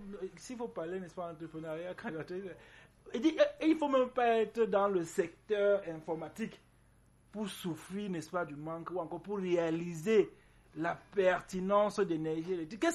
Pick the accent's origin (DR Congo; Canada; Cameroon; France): Cameroon; d'abord parce que nous sommes Camerounais, on a tellement envie de voir les choses se faire.